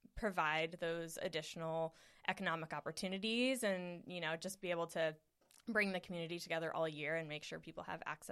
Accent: Detroit, Michigan, United States; moved away as an adult; also born or lived in Las Vegas; now in Vancouver, United States; I grew up in Metro Detroit, Michigan, very big agriculture state.

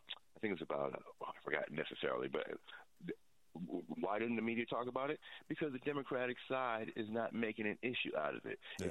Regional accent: California, United States

